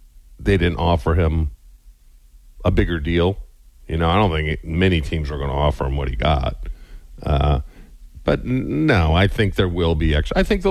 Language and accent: English; New England, United States; or the closest I came to is when I played New England, because obviously I'm from New England.